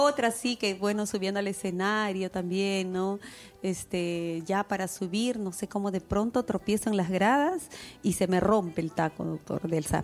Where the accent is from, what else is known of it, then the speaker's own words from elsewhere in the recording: Chincheros, Peru; Crecimos en Chincheros